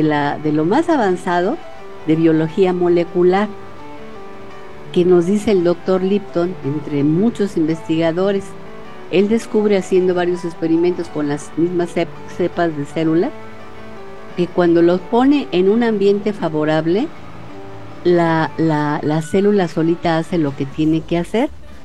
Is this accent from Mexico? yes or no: yes; Mexico